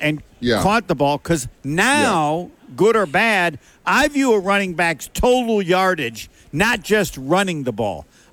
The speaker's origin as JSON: {"language": "English", "region": "Indiana", "country": "United States", "said": "and I'm from Indiana"}